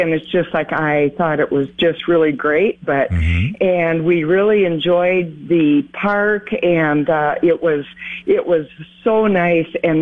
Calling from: Sioux Center, Iowa, United States; from Sioux Center, Iowa.

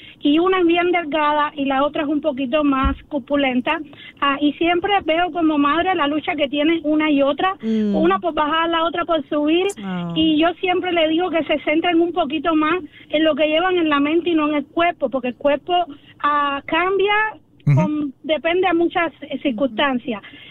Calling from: Cuba; Yo, como ella, soy cubana y tengo dos niñas. Tengo 44 años

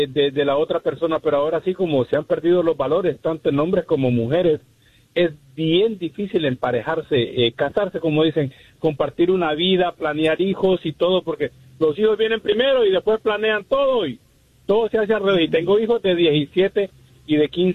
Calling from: Chicago, Illinois, United States; Buenos días, Andreina, de los Chicago, Illinois.

